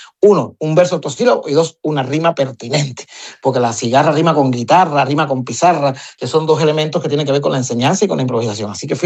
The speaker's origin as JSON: {"language": "Spanish", "country": "Cuba", "said": "siendo cubano en territorio murciano"}